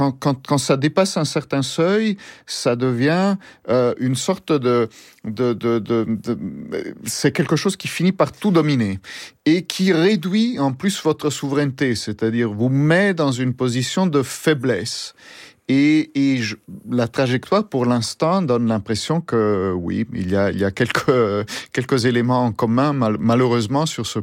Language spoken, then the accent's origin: French; Italy; en tant qu'Italien très francophile